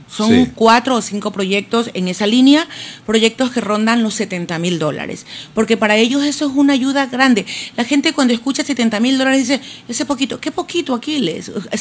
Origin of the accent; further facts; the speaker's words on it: Ecuador; ahora he logrado conocerme en mi país y me siento orgullosísima de eso.